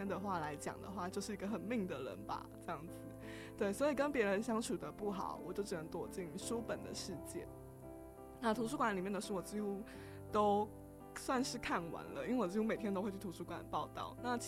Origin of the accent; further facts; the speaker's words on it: Penghu County, Taiwan; 我算是出生在一个比较竞争，当然教育上的竞争比较没有那么激烈的地方，澎湖，但是我出生的时候都已经2004年了，